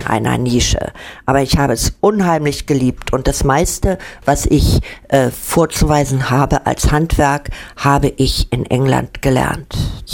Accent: Berlin, Germany; der Sprachapparat und dann noch als Berlinerin, also und die Lispelei

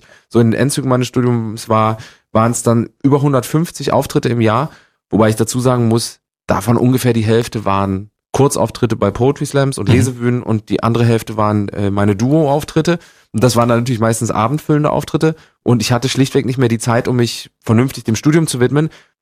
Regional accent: Gera, Thuringia, Germany; Das Thüringer, zumindest das Thüringer, wo ich herkomme, aus Gera, die sind ganz weit oben, gell?

